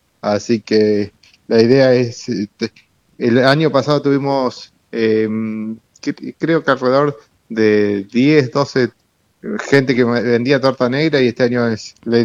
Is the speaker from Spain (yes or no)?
no; San Antonio de Areco, Buenos Aires Province, Argentina; moved away as an adult; also born or lived in Villa Lía; now in San Luis del Palmar, Argentina; Yo soy de San Antonio de Areco, estuve viviendo en Villa Lía, pero ahora estoy en Corrientes.